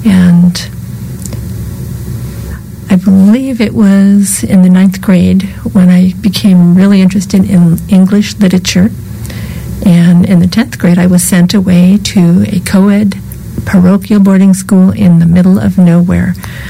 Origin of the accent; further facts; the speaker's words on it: Fresno, California, United States; Well, I grew up mostly in Fresno.